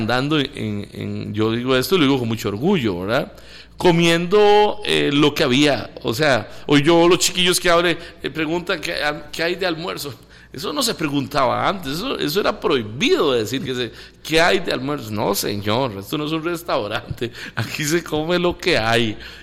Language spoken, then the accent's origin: Spanish; Guápiles, Limón, Costa Rica; also born or lived in San Vito, Coto Brus; me trajo para Guápiles. Entonces yo crecí en Guápiles, soy guapileño, de una familia muy muy no humilde, de escasos recursos.